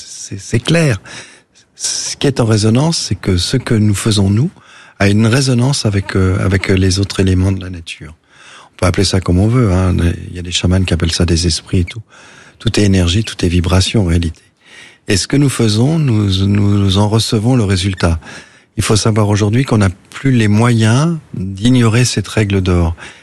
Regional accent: Brittany, France; Moi, je suis breton, ma terre, Elle est dans le Finistère Nord, près de Saint-Paul-de-Léon, Roscoff, un petit village mauguerriec, dans la baie de Morlaix, à l'île de Bas.

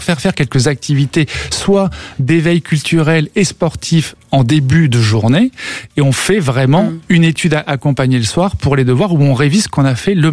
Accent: France; chez nous, en France

